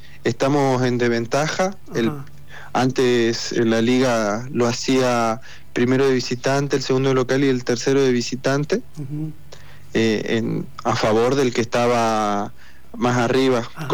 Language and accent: Spanish; Chaco, Argentina; moved away; yo soy de Chaco